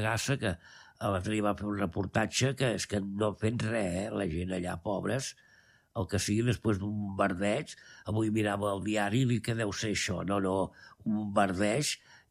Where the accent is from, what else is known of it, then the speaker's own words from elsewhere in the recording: Argentona, Catalonia, Spain; el meu poble fa la fira de l'Argilà